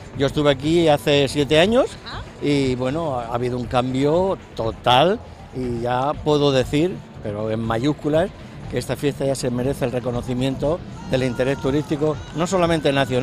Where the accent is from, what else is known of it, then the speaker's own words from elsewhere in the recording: Cartagena, Region of Murcia, Spain; yo vengo desde Cartagena.